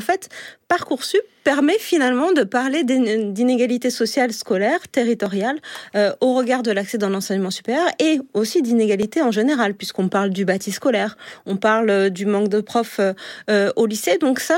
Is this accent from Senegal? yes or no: no; Saint-Quentin-en-Yvelines, Île-de-France, France; moi je viens de Saint-Quentin en Yvelines par exemple, si j'avais eu 18 ans il y a quelques années